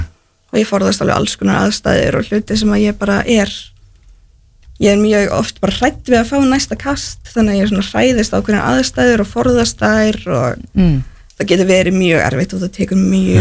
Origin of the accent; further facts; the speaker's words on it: Njarðvík, Southern Peninsula, Iceland; Þegar ég var yngri og bjó ég sett fættu upp alveg í Njarvík